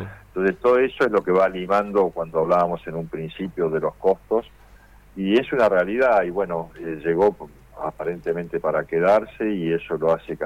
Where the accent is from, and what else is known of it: Argentina